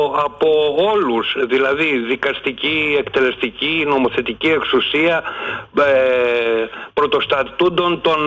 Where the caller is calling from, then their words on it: Athens, Attica, Greece; από Αθήνα παίρνω.